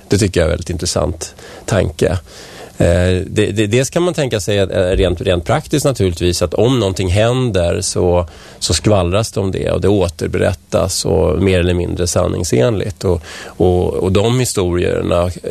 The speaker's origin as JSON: {"language": "Swedish", "town": "Vällingby", "region": "Stockholm County", "country": "Sweden", "also_born_or_lived": "Strängnäs", "said": "Jag kommer ju inte härifrån. Jag kom från Vällingby från början, och sen har jag bott i stan, och jag har bott i Strängnäs då, som sagt."}